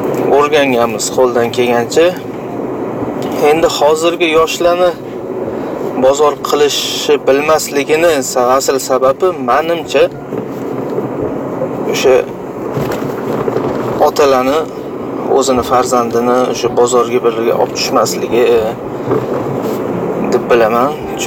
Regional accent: Tashkent, Uzbekistan; O'zim Rakat mahallaliman. Bizning mahallada Askiya bozor bor edi.

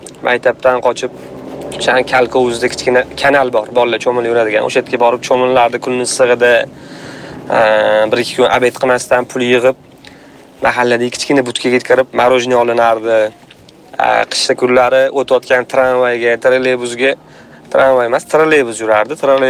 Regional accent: Tashkent, Uzbekistan; Bizani mahalla xastimomda. Astonda katta bo'lganmiz. Hozir endi inshootlar qurilgani sabab ko'chib ketganmiz. Domga chiqib ketilgan.

